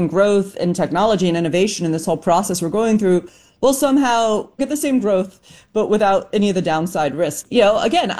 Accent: New England, United States; I mean, I'm from New England. There is only one answer, and that is maple syrup from Vermont.

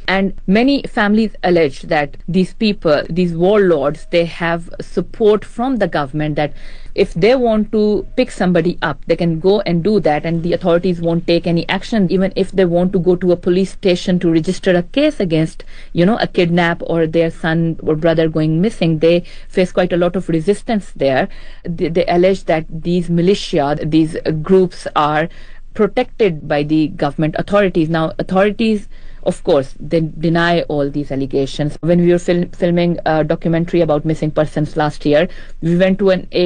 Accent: Pakistan; I am a Pakistani national

